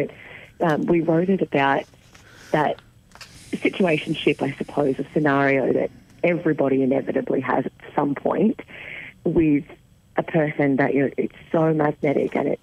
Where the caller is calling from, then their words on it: New South Wales, Australia; The Central Coast, New South Wales.